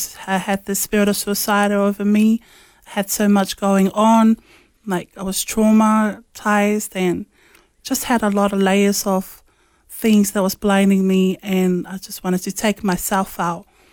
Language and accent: English; Tokoroa, Waikato, New Zealand; also born or lived in Samoa; I was born in Samoa, and I was adopted and raised in New Zealand.